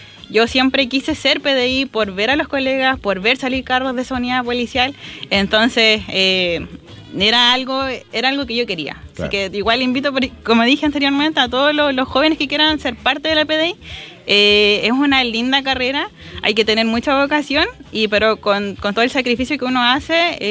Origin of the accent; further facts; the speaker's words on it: Talcahuano, Biobío, Chile; Yo, bueno, soy de Talcahuano. Oriunda de Talcahuano. Me crié. Me crié en el barrio, en el sector donde van a formar los nuevos agentes policiales.